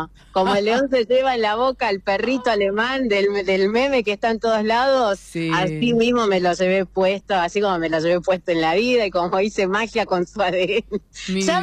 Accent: Paraguay

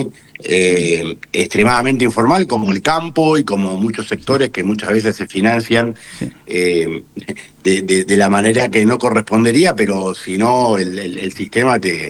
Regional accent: Argentina; somos una marca de nicho que hablamos de lo que somos los argentinos por medio de remeras.

